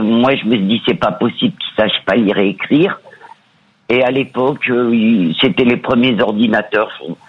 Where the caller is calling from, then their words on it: Île-de-France, France; De l'Essonne.